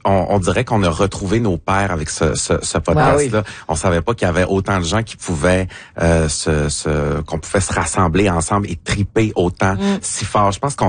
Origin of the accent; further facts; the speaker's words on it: Saint-Méthode, Quebec, Canada; Moi, je venais de Saint-Méthode au Lac-Saint-Jean, c'est 10 minutes